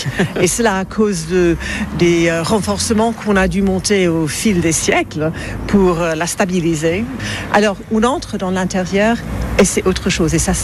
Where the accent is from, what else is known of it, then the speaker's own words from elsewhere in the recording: South of England, United Kingdom; French is a second language; Ah, moi je viens tout au sud de l'Angleterre et mon mari du nord de l'Écosse.